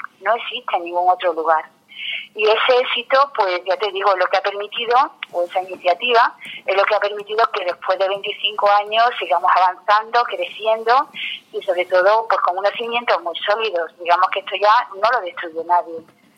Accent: Andalusia, Spain; Y lo digo con esa exageración que puedo permitirme como andaluza.

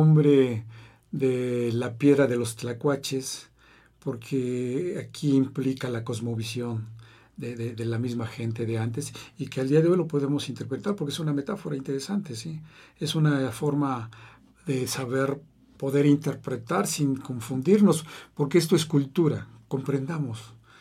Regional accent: Mexico; born there; en mi pueblo, yo recuerdo desde la niñez

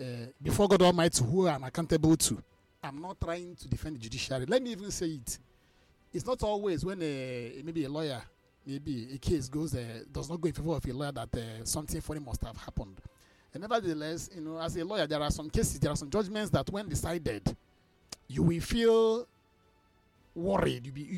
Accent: Amechi, Enugu State, Nigeria; I'm from Amechi.

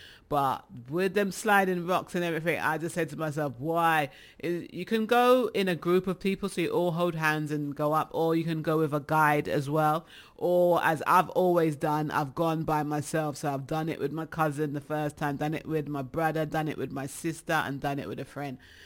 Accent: Jamaica; You just gear up, you're British. But now I'm not gear up that. I'm Jamaican.

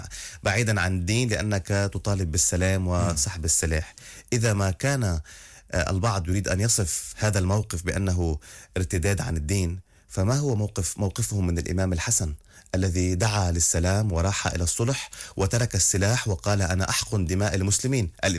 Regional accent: Lebanon; أنا كشيعي لبناني

